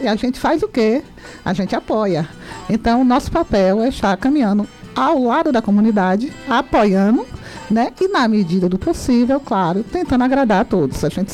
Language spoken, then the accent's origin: Portuguese; Piritiba, Bahia, Brazil; eu nasci em Piritiba. E eu morava ali na Rua da Igreja